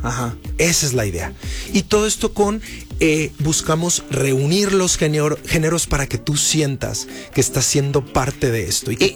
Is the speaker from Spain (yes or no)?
no; Mexico; el espíritu que nos caracteriza a nosotros como mexicanos